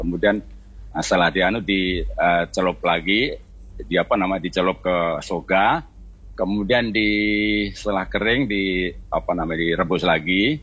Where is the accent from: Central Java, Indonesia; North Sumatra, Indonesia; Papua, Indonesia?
Central Java, Indonesia; Klaten; Saya di Klaten